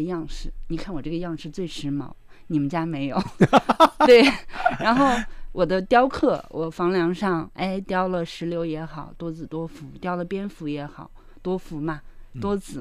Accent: China; 我们中国人

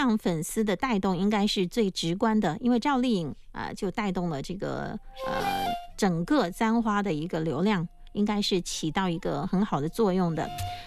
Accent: Quanzhou, Fujian, China; 然后就是我们泉州籍的一些明星

